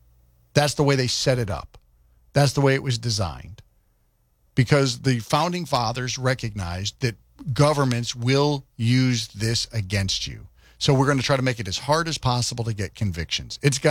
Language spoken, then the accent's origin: English; United States; I'm an American.